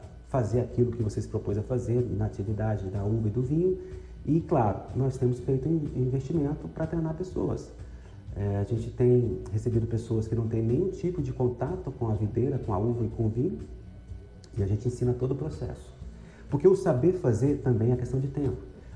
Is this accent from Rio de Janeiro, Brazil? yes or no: no; Catalão, Goiás, Brazil; born there; moved away as an adult; now in Brasília, Brazil; Eu nasci em Catalão, Goiás